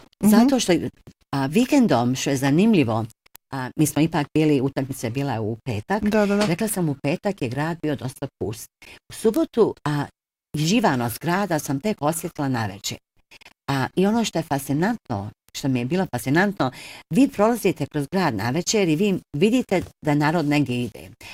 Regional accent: Bosnia & Herzegovina; A tako da smo se kao pravi Bosanci uputili još jedan kafić gdje smo se družili i upoznavali

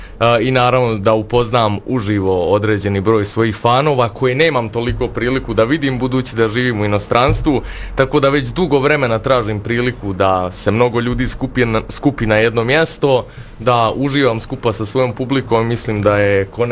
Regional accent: Slavonski Brod, Brod-Posavina County, Croatia; moved away as an adult; now in Nuremberg, Germany; inače sam iz Slavonskog Broda, kao što ste najavili, došao sam iz Njemačke, iz grada Nürnberga, gdje živim.

